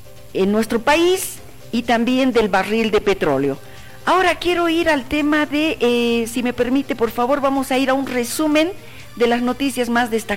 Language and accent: Spanish; Bolivia; Nosotros como bolivianos